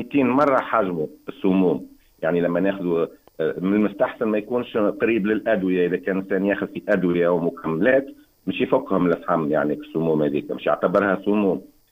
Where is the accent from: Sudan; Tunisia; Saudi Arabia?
Tunisia; عندنا في تونس نعرف في تونس